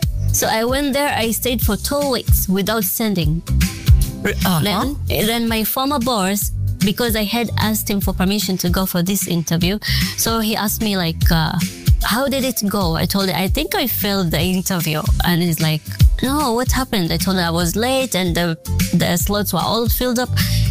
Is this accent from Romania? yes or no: no; Kenya; moved away as an adult; now in Doha, Qatar; I came directly from Kenya to Qatar.